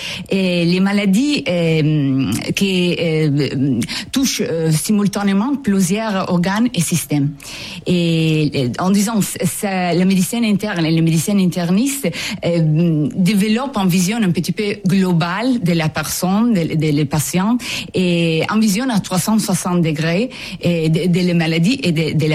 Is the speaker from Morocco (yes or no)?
no; Italy; Oui, je suis italienne.